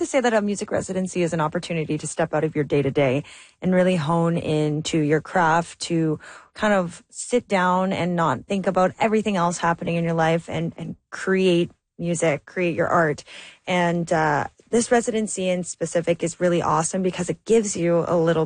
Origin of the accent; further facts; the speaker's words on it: Thunder Bay, Ontario, Canada; I'm from Thunder Bay, Ontario.